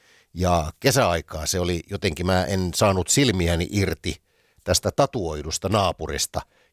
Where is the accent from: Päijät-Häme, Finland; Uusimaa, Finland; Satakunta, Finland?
Päijät-Häme, Finland; Hollola; born there; Mä asuin pikkupoikana tuolla Lahden seudulla Hollolassa